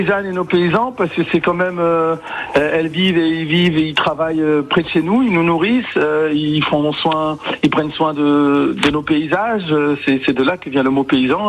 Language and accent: French; Roubaix, Hauts-de-France, France; je suis né, j'ai grandi à Roubaix, donc c'était la ville la plus pauvre de France. Et c'est vrai que là où on vivait, autour de nous, il y avait beaucoup de précarité, de violence